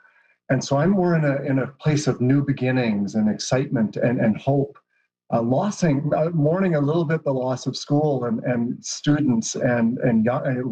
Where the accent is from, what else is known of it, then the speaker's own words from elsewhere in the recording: Canada; being Canadian